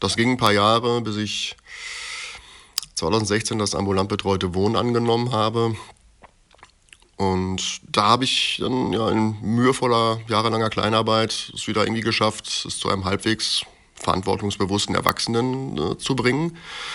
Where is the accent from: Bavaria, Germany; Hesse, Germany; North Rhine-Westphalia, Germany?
North Rhine-Westphalia, Germany; Bochum; moved away as an adult; Bin dafür sogar in eine andere Stadt gezogen, knapp 300 Kilometer weit von meinem Heimatort Bochum entfernt.